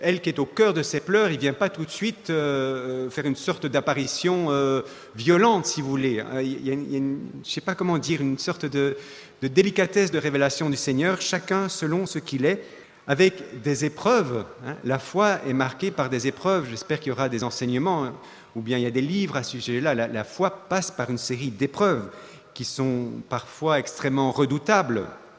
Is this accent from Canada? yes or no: no; Belgium; moi je viens de Belgique